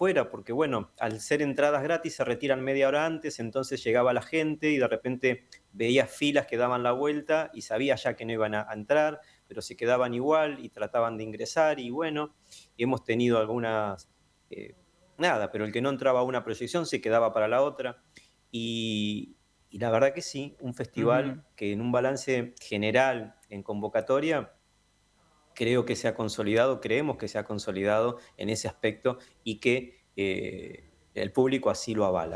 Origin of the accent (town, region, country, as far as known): Argentina